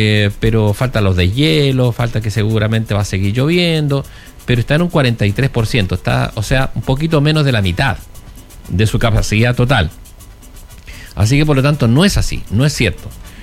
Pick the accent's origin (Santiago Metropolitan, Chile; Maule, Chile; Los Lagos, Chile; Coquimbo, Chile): Coquimbo, Chile; Ovalle; yo soy de Ovalle también